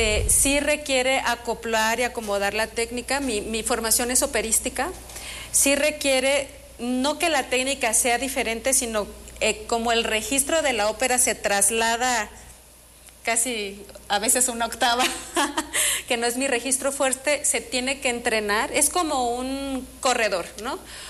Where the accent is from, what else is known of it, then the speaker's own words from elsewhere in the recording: Sinaloa, Mexico; born there; Yo nací en Sinaloa, pero ya soy muy, muy michoacana.